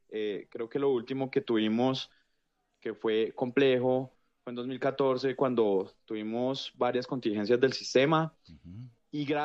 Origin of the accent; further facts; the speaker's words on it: Colombia; para nosotros como colombianos